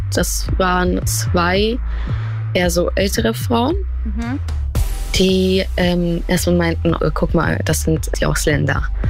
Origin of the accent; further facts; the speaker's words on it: Saxony-Anhalt, Germany; Ja, ist schon meine Heimat irgendwie. Ich bin hier schon aufgewachsen und habe meine Freunde hier.